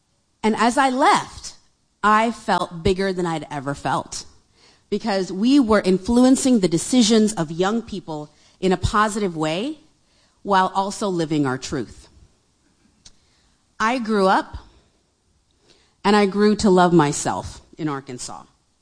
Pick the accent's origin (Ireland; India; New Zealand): India; And I would often respond, "Oh, I'm originally from India," because I knew that's the information they were curious about.